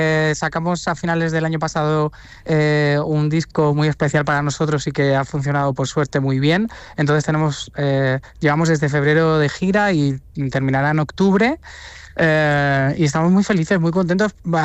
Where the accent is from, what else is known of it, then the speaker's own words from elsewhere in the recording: Castilla-La Mancha, Spain; moved away; Es muy bonito que desde mi tierra pues me propongan